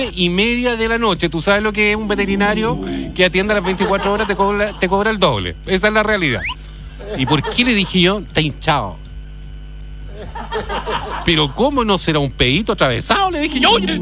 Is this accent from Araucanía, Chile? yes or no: no; Lota, Biobío, Chile; yo soy de Lota.